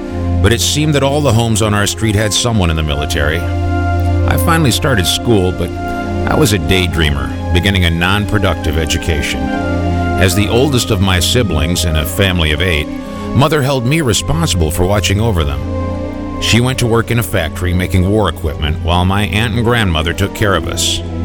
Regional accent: York, Pennsylvania, United States; also born or lived in Strinestown; I was born in 1936 in Strinestown, Pennsylvania. My mother and father grew up in York, so that's where we moved after my brother was born. We lived in a little white house by the railroad main line.

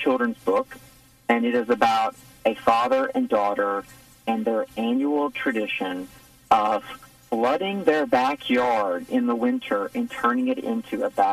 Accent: the South, United States; Growing up in the South, you know, I think we have a heightened awareness of people and relationships

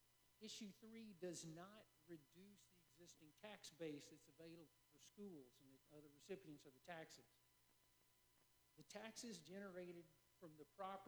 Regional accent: DeWitt, Arkansas, United States; now in Little Rock, United States; I grew up in DeWitt, and my folks still live down there, so I feel like I've got a good bit of Arkansas County still left in me.

